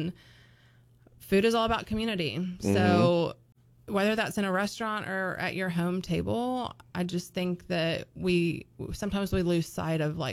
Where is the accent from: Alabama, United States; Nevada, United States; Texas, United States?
Alabama, United States; Birmingham; so I grew up in Birmingham and my grandma's from a really small town called Grove Hill and, it's in South Alabama.